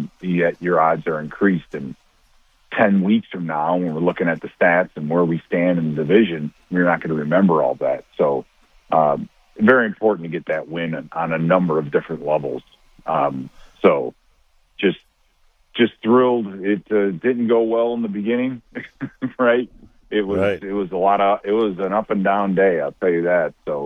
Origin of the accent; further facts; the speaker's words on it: Chicago, Illinois, United States; moved away as an adult; now in Minnesota, United States; Growing up in Chicago and then getting drafted and moving up here.